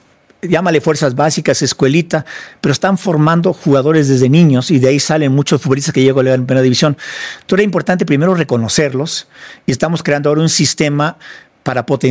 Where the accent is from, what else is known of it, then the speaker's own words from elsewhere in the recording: Mexico; also born or lived in United States; Yo nací en Estados Unidos, padre mexicano, madre americana. Nos venimos al año. Realmente yo crecí en México, ¿no?